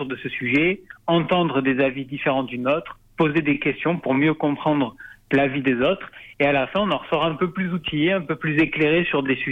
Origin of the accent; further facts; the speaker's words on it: Occitanie, France; now in Paris, France; Et puis, tout simplement, c'est chez moi.